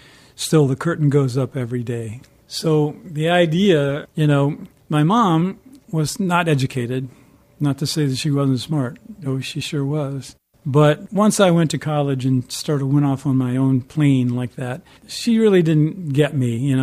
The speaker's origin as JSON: {"language": "English", "town": "Richmond", "region": "Virginia", "country": "United States", "tie": "born or raised there", "said": "where I grew up in South Richmond, not the most shining of places. And so, I mean, I grew up down the Jefferson Davis Highway."}